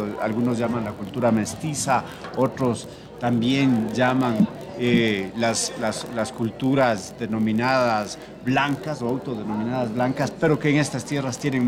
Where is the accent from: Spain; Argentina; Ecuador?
Ecuador; nosotros como ecuatorianos.